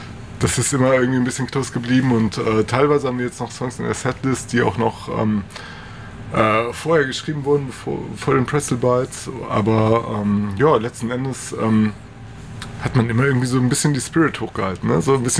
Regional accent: Düren, North Rhine-Westphalia, Germany; wir sind so in Düren groß geworden, zwischen Köln und Aachen sozusagen

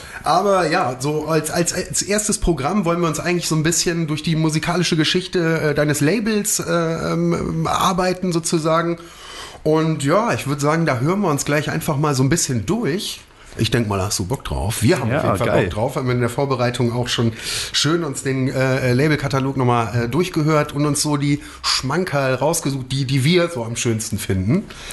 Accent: Wuppertal, North Rhine-Westphalia, Germany; ich komme zwar nicht aus dem Oberbergischen, aber ich komme aus Wuppertal. Das ist auch das Bergische Land.

